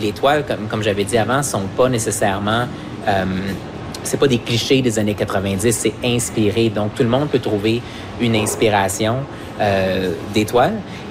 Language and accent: French; Montreal, Quebec, Canada; moved away as an adult; now in Vancouver, Canada; je suis né à Montréal, je suis Montréalais, puis ça affecte beaucoup qui je suis.